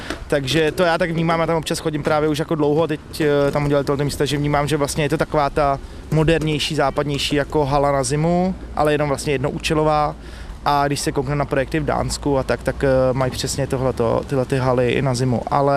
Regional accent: Prague, Czechia; a já jsem vlastně tady z Prahy 7, takže tohle byl i pro mě takový srdcový projekt

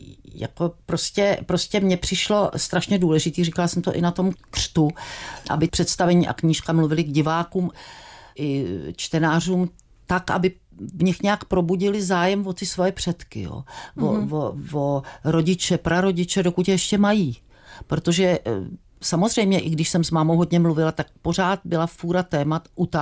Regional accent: Strakonice, South Bohemian Region, Czechia; born there; now in Jeseníky, Czechia; Takže to asi tahle ta oblast, Vacovsko, Vimperk, Strakonice, to je, jsem se narodila ve Strakonicích, takže to je taková oblast, no.

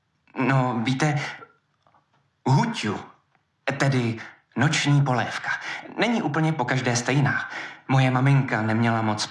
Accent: Vietnam; Víte, jsem z Vietnamu. Moje maminka měla stánek na noční polévku hned ve vstupních dveřích našeho domu v Hojanu.

